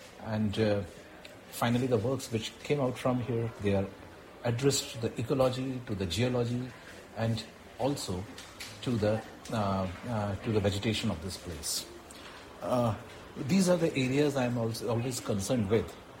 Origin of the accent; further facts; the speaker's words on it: Delhi, India; I'm an artist from India. I live in Delhi